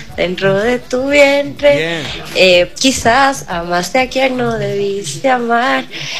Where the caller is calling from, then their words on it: Riobamba, Chimborazo, Ecuador; de Riobamba.